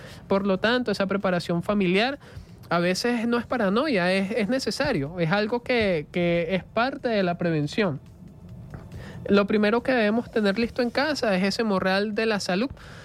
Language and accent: Spanish; Venezuela; Lo que sí es que nosotros, como venezolanos, como venezolanas, nos mantenemos, mira, al pendiente 24/7 con todo tipo de apoyo.